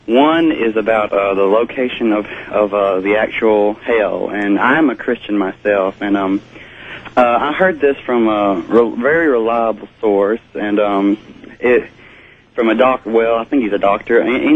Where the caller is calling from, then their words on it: Birmingham, Alabama, United States; I'm calling from Birmingham WERC 960.